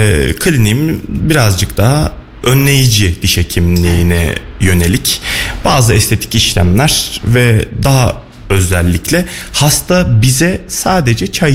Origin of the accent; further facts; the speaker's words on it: Kayseri, Turkey; Kayserliyim aslen. Aynen, aslen Kayserliyim. İlk ve orta öğretimimi Kayseri'de tamamladım.